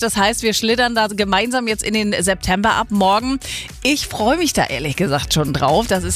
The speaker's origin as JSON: {"language": "German", "town": "Eckernförde", "region": "Schleswig-Holstein", "country": "Germany", "tie": "born or raised there", "said": "Und dieses Jahr auch in Eckernförde, in meiner Heimat."}